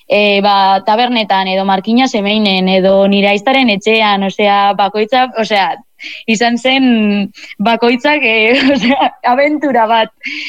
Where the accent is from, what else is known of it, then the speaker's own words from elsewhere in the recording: Bilbao, Basque Country, Spain; ze ni Iralakoa naiz, eta Labairu kalea dau Iralara joateko normalean pasatu berzara hortik batzutan.